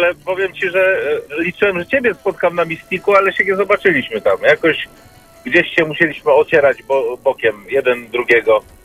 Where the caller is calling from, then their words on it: Warsaw, Masovian Voivodeship, Poland; z Mokotowa.